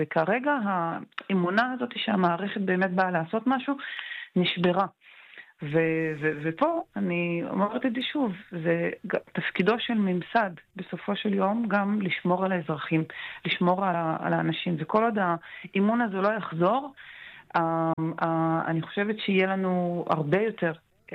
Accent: Kafr Yasif, Northern District, Israel; אבל אני אישית, אני מגיעה מכפר יסיף. בשנתיים האחרונות בכפר שלי היו 4 מקרי רצח.

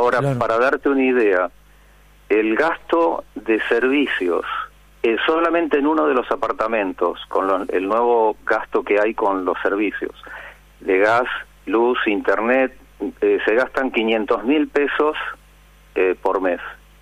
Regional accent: Argentina; moved away as an adult; also born or lived in Venezuela; soy argentino, ¿no? Pero viví en Venezuela 40 años.

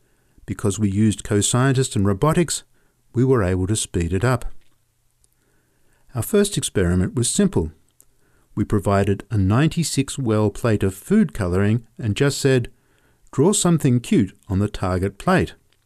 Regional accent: Brazil; moved away as an adult; now in United States; I'm from Brazil and came to the US for my PhD. I didn't have a computer of my own until I was 19

